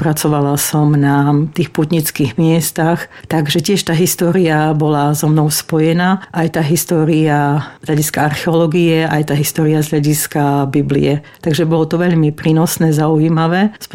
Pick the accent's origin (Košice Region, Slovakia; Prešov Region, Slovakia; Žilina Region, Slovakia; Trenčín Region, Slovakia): Prešov Region, Slovakia; Fulianka; moved away as an adult; also born or lived in Israel; now in Bratislava, Slovakia; Ja som sa narodila v meste Prešov, ale pochádzam z dediny Fulianka. Je to taká menšia dedinka pod Kapušanským hradom smerom na Bardejov, takže tam som vyrastala a tam som trávila svoje detstvo s rodičmi aj so súrodencami.